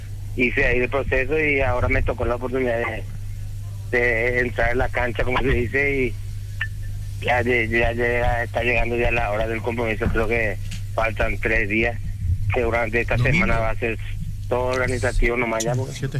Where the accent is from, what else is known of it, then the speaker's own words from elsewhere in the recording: Areguá, Central, Paraguay; En Areguá, mi ciudad natal